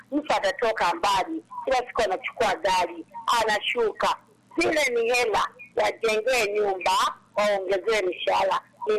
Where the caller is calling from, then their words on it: Masanza, Tanzania; Nimetokea … nipo Masanza.